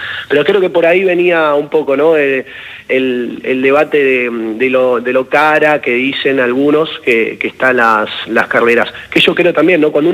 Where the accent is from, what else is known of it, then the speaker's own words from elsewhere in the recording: Argentina; nosotros como argentinos, o luego mismo los atletas argentinos